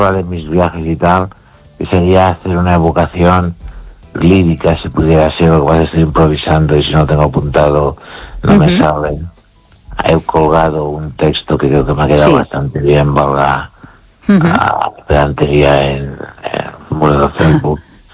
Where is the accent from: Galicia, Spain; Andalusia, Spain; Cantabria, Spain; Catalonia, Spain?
Galicia, Spain; Y mi pueblo está a unos 9 kilómetros o 8 de Los Peares. De la montaña. Y entonces bajábamos en Los Peares.